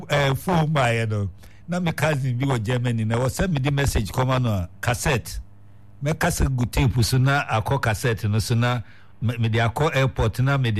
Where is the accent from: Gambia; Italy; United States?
Gambia; I'm from Gambia.